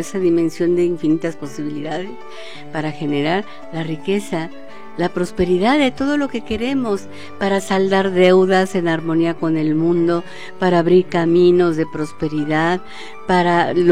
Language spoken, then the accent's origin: Spanish; Mexico